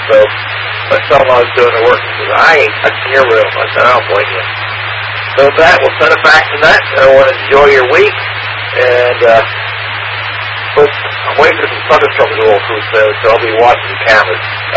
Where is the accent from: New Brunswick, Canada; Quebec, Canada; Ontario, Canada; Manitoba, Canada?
Quebec, Canada; Montreal; now in Mobridge, South Dakota, United States; I'm from Montreal originally.